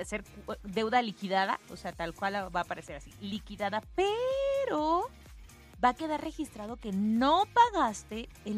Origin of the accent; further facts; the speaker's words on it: Mexico; y nosotros como ciudadanos, como personas, como mexicanos, tenemos algunos derechos conforme a la ley.